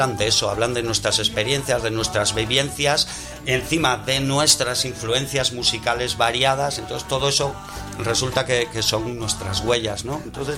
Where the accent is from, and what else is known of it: Guarnizo, Cantabria, Spain; born or raised there; moved away